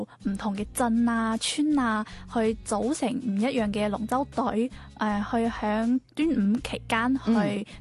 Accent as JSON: {"language": "Cantonese", "town": "Kaiping", "region": "Guangdong", "country": "China", "tie": "born or raised there", "said": "我系江门开平人嘛，我哋嘅母亲河啊就叫做潭江咧。"}